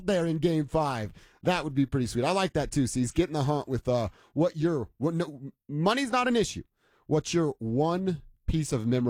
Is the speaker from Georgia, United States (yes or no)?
no; Indiana, United States; I grew up not liking Michael Jordan. I was a kid from Indiana, and he beat the brakes off my team every time.